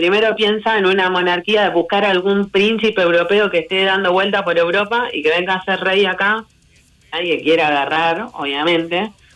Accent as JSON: {"language": "Spanish", "region": "Santa Fe", "country": "Argentina"}